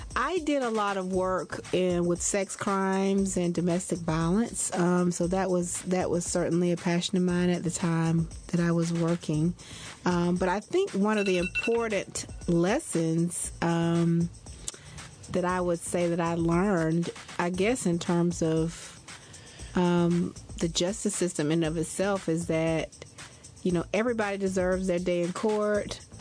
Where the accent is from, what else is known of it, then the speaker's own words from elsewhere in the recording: Jacksonville, Florida, United States; moved away as an adult; now in Albany, United States; I practiced a little bit in Florida, my hometown, Jacksonville.